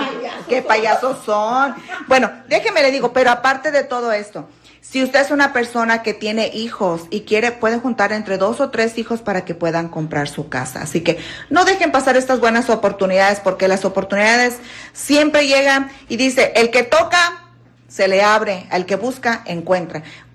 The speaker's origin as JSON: {"language": "Spanish", "region": "Michoacán", "country": "Mexico", "said": "No, soy de Michoacán."}